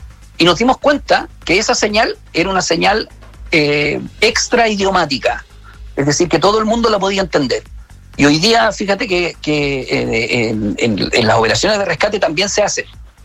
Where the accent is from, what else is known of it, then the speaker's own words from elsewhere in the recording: Chile; Somos un pedacito de Chile